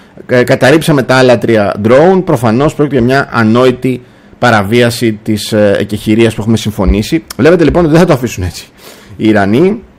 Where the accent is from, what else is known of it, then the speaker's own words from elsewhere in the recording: Greece; αυτό πρέπει να το λέμε ειδικά εμείς σαν Έλληνες